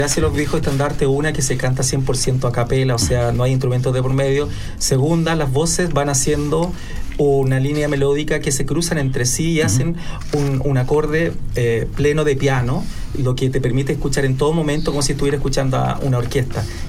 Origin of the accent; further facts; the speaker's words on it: Santiago, Santiago Metropolitan Region, Chile; uno santiaguino, acostumbrado a mirarse el ombligo